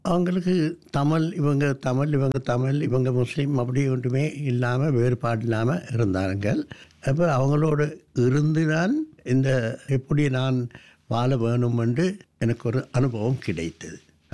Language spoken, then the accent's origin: Tamil; Sri Lanka; first language Sinhala; Tamil is a second language; எனது தாய்மொழி சிங்களம், ஆனால் தமிழும் என்னது எனது இரண்டாவது தாய்மொழி நான் கூற விரும்புகின்றேன்.